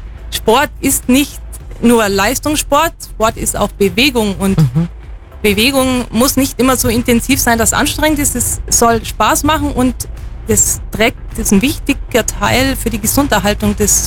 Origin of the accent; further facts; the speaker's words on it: Bavaria, Germany; komme ich aus dem Fichtelgebirge, das ist nördlich von Bayreuth, also eigentlich in Nordbayern. Und ich bin eben damals in der Skischule groß geworden